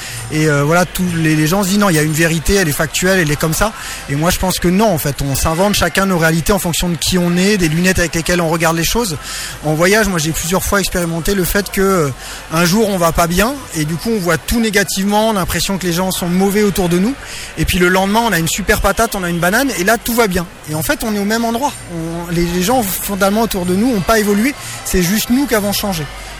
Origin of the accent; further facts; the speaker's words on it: Auvergne-Rhône-Alpes, France; on est très ancré nous chez nous en Savoie